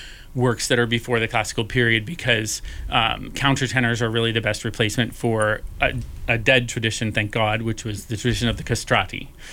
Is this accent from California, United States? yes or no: no; Hanover, New Hampshire, United States; moved away as an adult; I am originally from the Northeast, from New Hampshire. I grew up in Hanover, where Dartmouth is